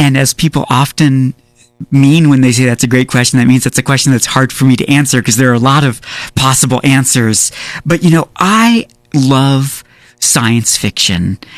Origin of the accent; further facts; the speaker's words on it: Topeka, Kansas, United States; moved away as an adult; also born or lived in Albuquerque, New Mexico; I grew up in Topeka, Kansas, which is the capital of Kansas, about an hour from Kansas City. And it's not a super exciting town, but, you know, we're all from somewhere.